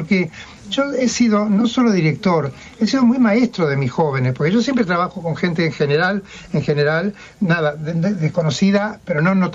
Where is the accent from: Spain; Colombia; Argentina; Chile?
Argentina; son cosas muy conmovedoras en vivirlas como argentinos para mí.